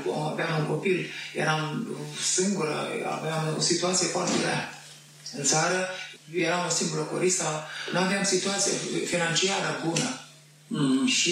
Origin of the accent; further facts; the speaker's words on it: Romania; moved away as an adult; now in Germany; Din România am plecat într-un turneu.